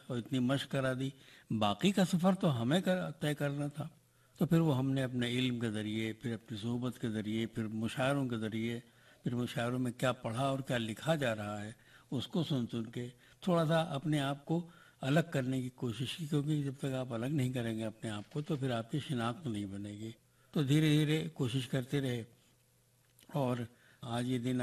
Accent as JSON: {"language": "Urdu", "town": "Balrampur", "region": "Uttar Pradesh", "country": "India", "tie": "born there", "said": "میں بلرام پور میں پیدا ہوا"}